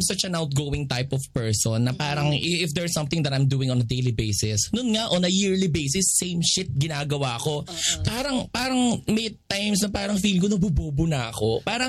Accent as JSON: {"language": "Tagalog", "town": "Marilao", "region": "Central Luzon", "country": "Philippines", "said": "Marilenyo ako, ma. Taga-Barilaw ako."}